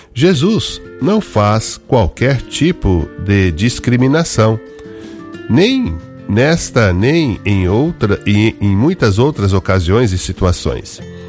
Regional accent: Jales, São Paulo, Brazil; sou de Jales, São Paulo. Boa noite. Então, cidade de Jales, lá interior, bem lá no norte do estado de São Paulo, noroeste ali, né?

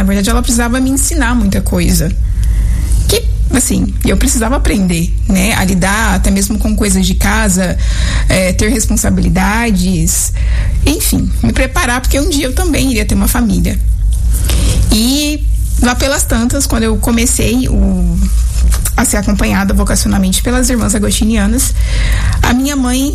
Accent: Paranaíba, Mato Grosso do Sul, Brazil; Eu sou natural de Paranaíba, no Mato Grosso do Sul. Uma terra muito boa, nós somos muito acolhedores. E é claro que não poderia deixar de ter calor. Uhum. Lá é quente o ano inteiro.

